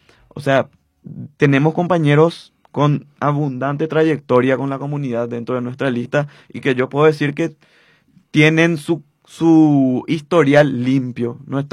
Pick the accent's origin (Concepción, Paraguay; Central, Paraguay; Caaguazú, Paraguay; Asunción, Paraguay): Central, Paraguay; Areguá; Pensamos como aregüeños y vivimos como aregüeños.